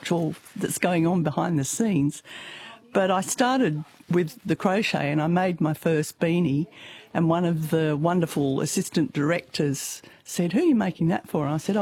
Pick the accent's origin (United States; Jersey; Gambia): Jersey; also born or lived in Fremantle; now in Australia; So, no, I'm from Jersey originally in the Channel Islands.